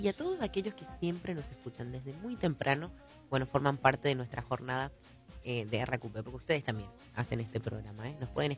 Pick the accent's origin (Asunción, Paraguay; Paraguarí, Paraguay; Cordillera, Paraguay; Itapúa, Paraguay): Itapúa, Paraguay; Encarnación; era cosa que se decía en mi ciudad al menos, yo soy de Encarnación, porque cada zona tiene su punto.